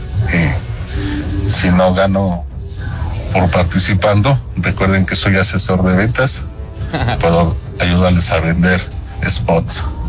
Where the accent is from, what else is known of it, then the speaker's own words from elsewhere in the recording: Mexico City, Mexico; soy originario de la Ciudad de México, tengo 41 años de edad.